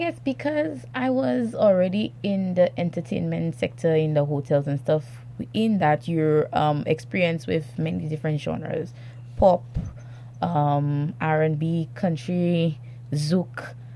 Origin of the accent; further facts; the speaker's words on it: Castries, St. Lucia; No, I'm very Castries.